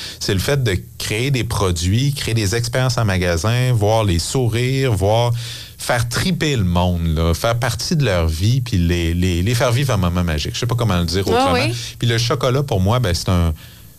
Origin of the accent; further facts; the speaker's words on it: Canada; born there; first language French; Moi, je suis né au Canada, blanc, francophone, un père médecin